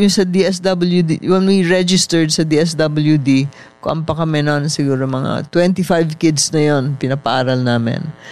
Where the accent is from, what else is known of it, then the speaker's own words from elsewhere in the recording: Davao, Davao Region, Philippines; also born or lived in New York; Eventually, dumaan ako sa interior, nag-interior ako. I spent a couple of years in New York. Pagbalik ko sa taga Davao ako eh.